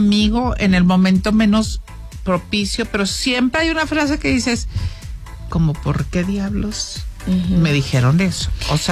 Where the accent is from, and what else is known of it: Saltillo, Coahuila, Mexico